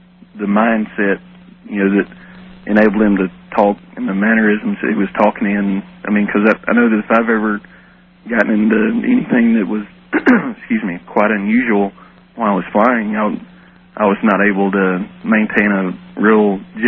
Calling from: Birmingham, Alabama, United States; You have a lot of people here in the Birmingham area that listen to you regular

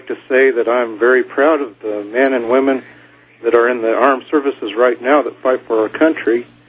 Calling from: Great Bend, Kansas, United States; I'm calling from Great Bend, Kansas.

